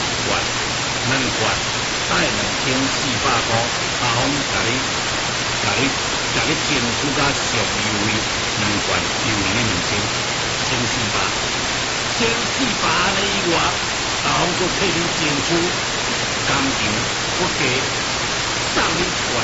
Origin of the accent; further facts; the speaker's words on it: Fujian, China; 我是闽南人